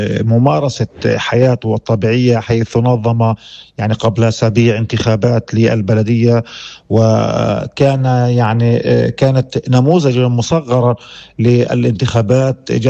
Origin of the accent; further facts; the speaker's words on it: Gaza, Gaza Strip, Palestine; شعبنا الفلسطيني